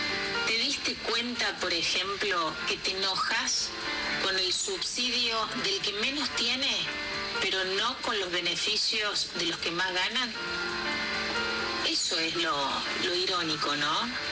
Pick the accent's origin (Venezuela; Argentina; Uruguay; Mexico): Argentina; es el precio que nosotros como argentinos tenemos que pagar.